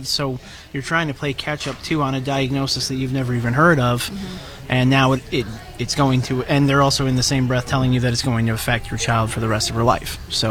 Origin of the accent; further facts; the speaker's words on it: Saugerties, New York, United States; We're from Saugerties, New York.